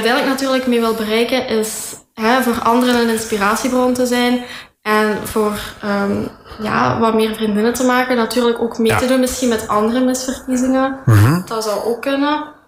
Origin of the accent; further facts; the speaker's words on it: Bocholt, Flanders, Belgium; ik ben van Bocholt.